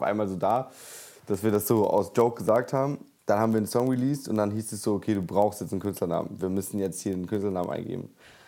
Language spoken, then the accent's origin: German; North Rhine-Westphalia, Germany; Ich bin aus dem Ruhrgebiet in NRW.